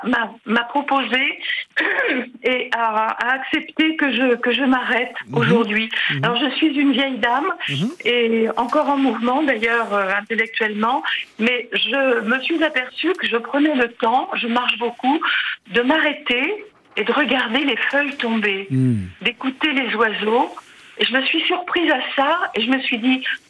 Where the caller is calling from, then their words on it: Paris, Île-de-France, France; de Paris.